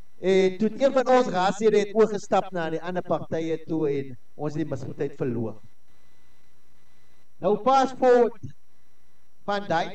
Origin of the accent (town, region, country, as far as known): Hessequa, Western Cape, South Africa